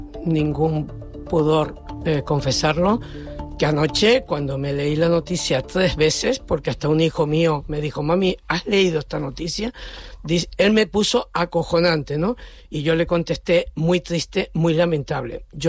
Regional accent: Canary Islands, Spain; soy canaria, vivo en esta comunidad

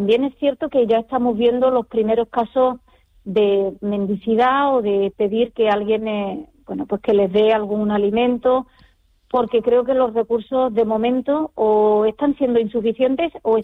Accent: Ceuta, Spain; los ceutíes

